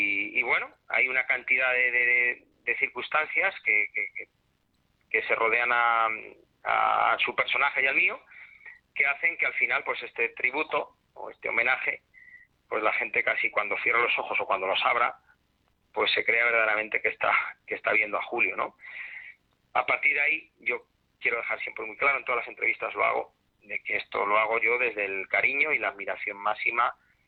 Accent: Salamanca, Castile and León, Spain; recuerdo perfectamente cómo los amigos quedábamos allí en mi tierra, en Salamanca, pues quedábamos en casa los fines de semana para tomarnos unas cervezas o unas copas, ¿no?

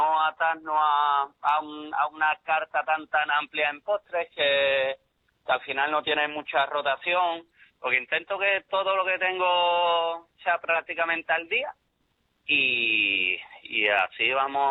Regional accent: Cádiz, Andalusia, Spain; Cádiz, mi Cádiz, que yo soy de Cádiz

